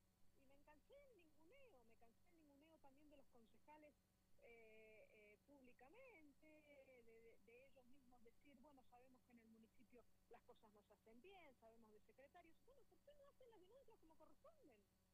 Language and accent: Spanish; San Martín de los Andes, Neuquén, Argentina; Yo soy nacida y criada acá, soy cuarta generación en San Martín de los Andes.